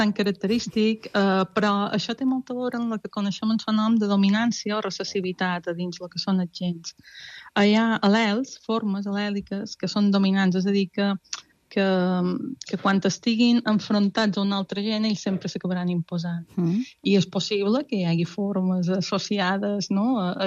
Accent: Balearic Islands, Spain; jo veia gent i pensava, som mallorquins.

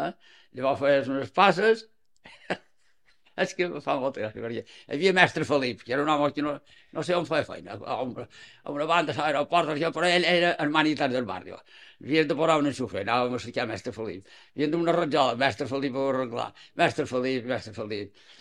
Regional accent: Palma, Balearic Islands, Spain; I vaig néixer allà i me vaig criar

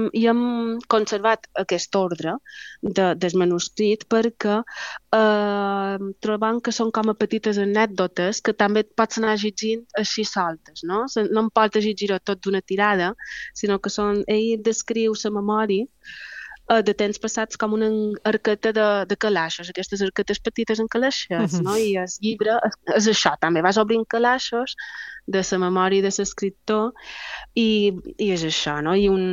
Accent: Mallorca, Balearic Islands, Spain; la nostra idiosincràsia com a societat mallorquina

